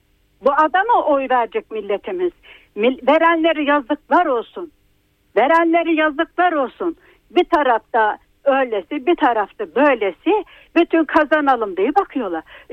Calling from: Ödemiş, İzmir, Turkey; Ben İzmir Ödemiş'ten arıyorum.

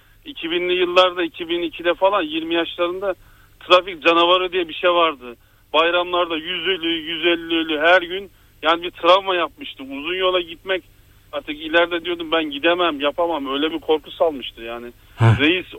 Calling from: Istanbul, Turkey; ben İstanbul'dan.

